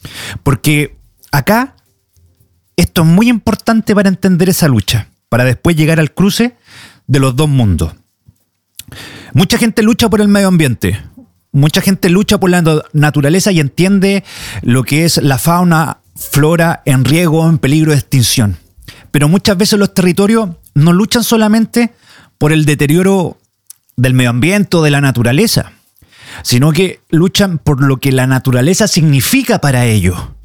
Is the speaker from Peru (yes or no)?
no; Chile; para nosotros como chilenos también entender la lucha del pueblo Sami contra Statkraft